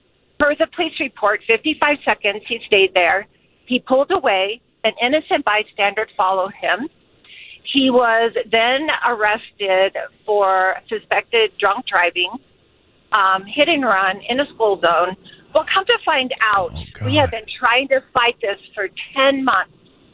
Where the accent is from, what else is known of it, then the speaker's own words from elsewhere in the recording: Arizona, United States; now in El Dorado Hills, United States; Because I'm from Arizona, born and raised. I moved to El Dorado Hills about 14 years ago